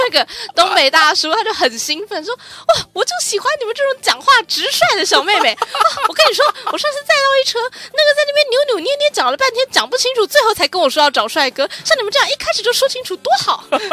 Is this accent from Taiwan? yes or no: yes; Taiwan; 我们从台湾。